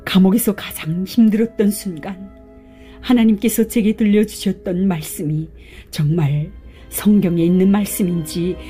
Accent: North Hamgyong, North Korea; born there; moved away as an adult; 저는 북한 함경북도에서 태어나 가족을 잃고 생계를 책임져야 했습니다.

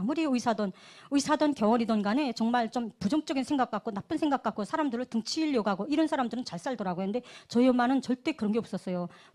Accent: Sinuiju, North Pyongan, North Korea; moved away as an adult; now in South Korea; 고향은 평안북도 신의주입니다. 제가 이제 2010년 11월 15일 날에 이제 대한민국에 입국을 했고

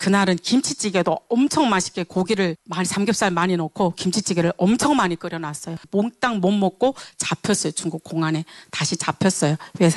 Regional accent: North Korea; Korean is a second language; moved away as an adult; also born or lived in China; 내가 북한 사람이란 거 얘기해야 되나 말아야 되나 이런 고민이 있었는데

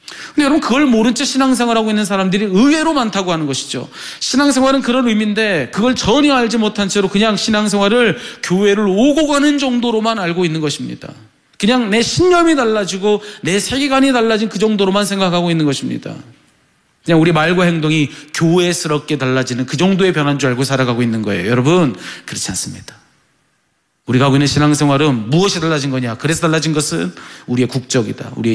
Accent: South Korea; 제가 한국 사람이어서

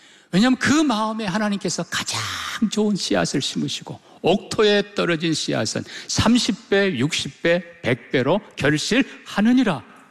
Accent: South Jeolla, South Korea; 제 고향 가까운 곳에 여러분 아실 겁니다. 해창만

